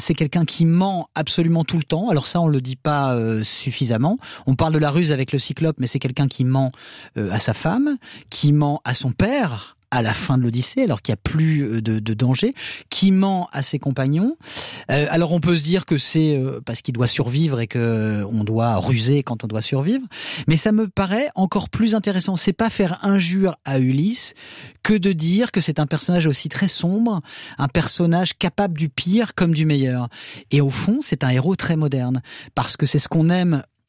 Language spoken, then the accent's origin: French; Le Havre, Normandy, France; moi je viens du Havre, une ville, un port voilà ouvert sur l'horizon, avec des cargos, etc.